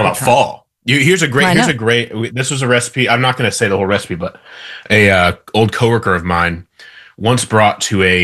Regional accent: Midwest, United States; I know you've got a lot of Midwest listeners and I'm from the Midwest.

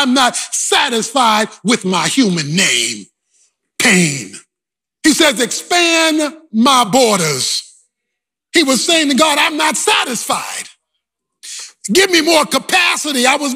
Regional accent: Baltimore, Maryland, United States; born or raised there

